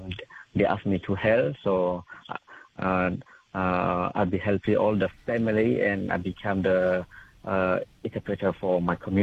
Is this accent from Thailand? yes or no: yes; Thailand; English is a second language; now in Australia; my parents originally from Burma, but I born in Thailand, and I grew up in Thailand, and I arrived in Australia in 2011.